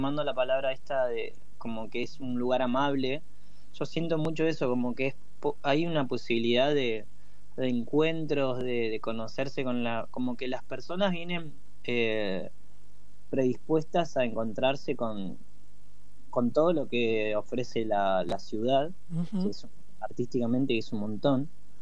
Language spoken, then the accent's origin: Spanish; Comodoro Rivadavia, Chubut, Argentina; born there; moved away as an adult; now in La Plata, Argentina; Yo soy nacido en Comodoro, pero ya estoy hace 7 años acá en La Plata y me he encontrado con un lugar muy amable para vivir y para desarrollar mi trabajo.